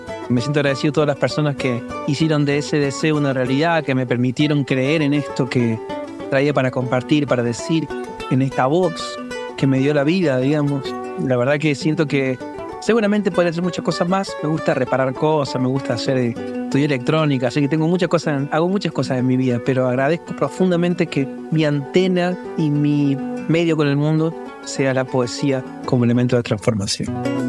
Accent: Córdoba, Argentina; born there; soy músico, compositor de la ciudad de Córdoba capital.

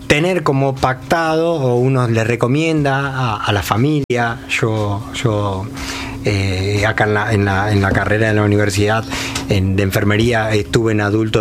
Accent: Isidro Casanova, Buenos Aires Province, Argentina; yo soy de acá, de Casanova, cuando era chico jugaba al fútbol y a veces descalzo

